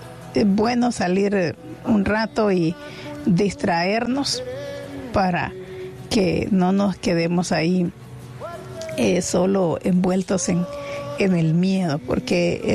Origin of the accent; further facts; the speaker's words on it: Santa Rosa de Lima, La Unión, El Salvador; now in United States; Yo ya estaba con la mente en la feria de Santa Rosa de Lima, allá de mi pueblo.